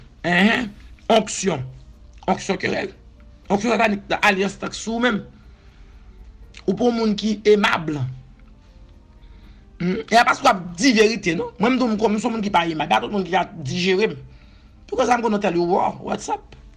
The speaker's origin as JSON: {"language": "French", "country": "Haiti", "said": "Pas de problème, je suis haïtien"}